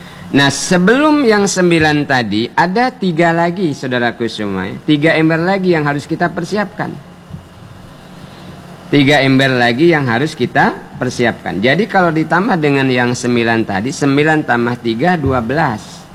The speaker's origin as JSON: {"language": "Indonesian", "region": "Bangka Belitung Islands", "country": "Indonesia", "said": "Kalau kata kita orang Bangka, bedaruk."}